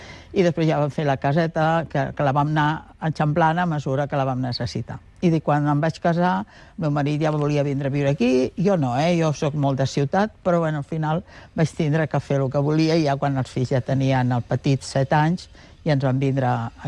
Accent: Barcelona, Catalonia, Spain; born there; now in La Floresta, Spain; vaig néixer a Barcelona.

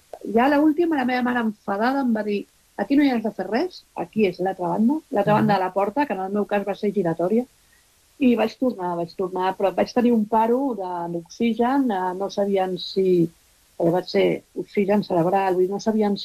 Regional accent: Barcelona, Catalonia, Spain; Jo soc del Poble Nou, tota la meva família és del Poble Nou.

